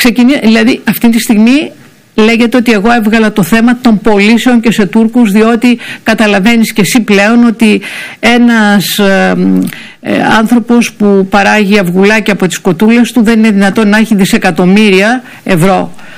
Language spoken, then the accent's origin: Greek; Orestiada, Eastern Macedonia and Thrace, Greece; εγώ που πήγαινα στο γυμνάσιο, στο Μικτόν Γυμνάσιο Ορεστιάδος